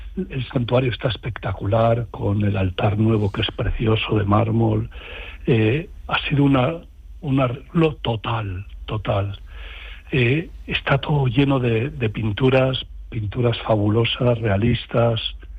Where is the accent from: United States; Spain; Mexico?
Spain; Castile; born there; moved away